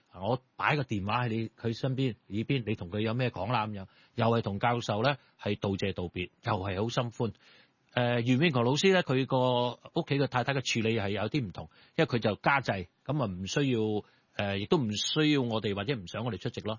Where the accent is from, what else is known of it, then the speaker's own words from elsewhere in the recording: Kowloon, Hong Kong; born there; 我喺九龙塘牛津道嘅培圣中学度读，系绝对唔系一间名校嚟嘅。